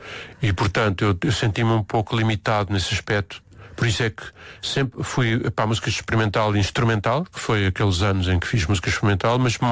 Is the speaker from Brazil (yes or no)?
no; Portugal; moved away as an adult; also born or lived in Lisbon / Paris / Amsterdam / London; fugi de Portugal